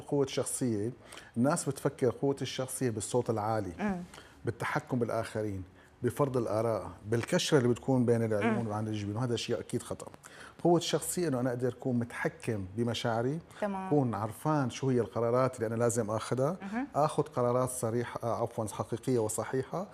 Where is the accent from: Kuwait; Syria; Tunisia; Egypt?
Syria; هلا أنا بشوف نحن كسوريين تحديدا بحاجة لكل لحظة فرح